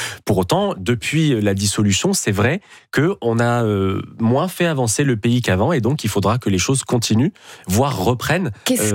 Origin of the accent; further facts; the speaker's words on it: France; born there; j'ai la chance d'être franco-libanais, je suis né en France, mais je parle l'arabe